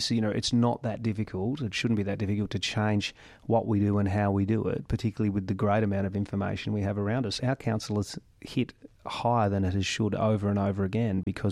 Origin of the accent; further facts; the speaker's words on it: Gol Gol, New South Wales, Australia; when I grew up in Golgol in the early 70s, 1950s, there were still Aboriginal people living on the river in unpowered sites. You know, I'm 51.